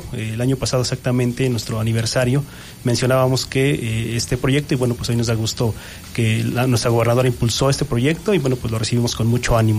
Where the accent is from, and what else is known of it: Xalatlaco, State of Mexico, Mexico